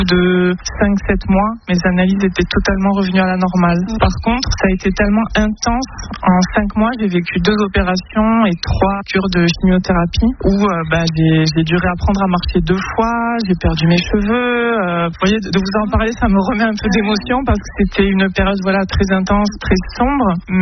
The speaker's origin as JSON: {"language": "French", "town": "Bayonne", "region": "Nouvelle-Aquitaine", "country": "France", "said": "j'ai 48 ans et je suis de Bayonne."}